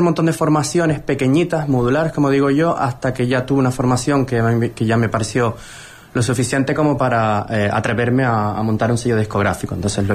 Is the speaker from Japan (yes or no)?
no; Lanzarote, Canary Islands, Spain; moved away; also born or lived in Berlin, Germany; yo soy de aquí de Lanzarote y bueno, llevo ya por aquí de vuelta 4 años y medio porque estuve unos 14 años y pico en Alemania, principalmente en Berlín